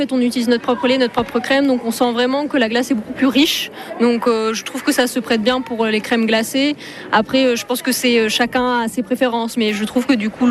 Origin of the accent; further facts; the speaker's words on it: Nouvelle-Aquitaine, France; j'ai 25 ans. Je suis originaire de la Dordogne et je me suis réinstallée du coup en Dordogne pour vendre des glaces fermières.